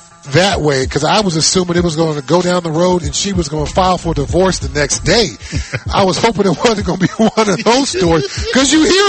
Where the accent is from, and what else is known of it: Los Angeles, California, United States; born or raised there